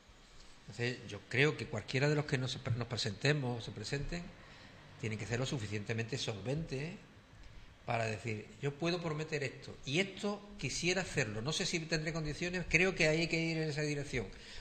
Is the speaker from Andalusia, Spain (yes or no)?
yes; Sanlúcar de Barrameda, Andalusia, Spain